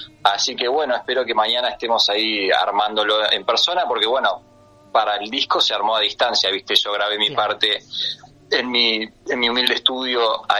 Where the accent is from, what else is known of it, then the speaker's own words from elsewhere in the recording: Buenos Aires, Argentina; moved away as an adult; also born or lived in San Francisco, California, United States / Boston, United States; now in New York, United States; nacimos yo y mi hermano más grande y después cuando yo tenía 6 nos vinimos a la Argentina y acá me crié en Buenos Aires.